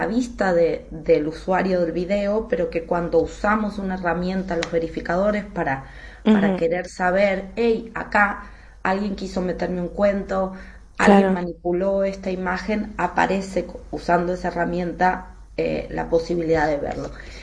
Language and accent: Spanish; Argentina; cada vez que pasa algo que efectivamente nos hace como decimos, yo soy argentina, nos revuelve las tripas esas noticias